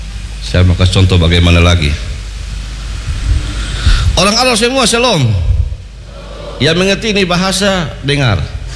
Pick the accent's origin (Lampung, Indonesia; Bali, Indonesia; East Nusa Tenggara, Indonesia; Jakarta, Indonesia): East Nusa Tenggara, Indonesia; Alor; moved away; Kami orang Alor tidak tersinggung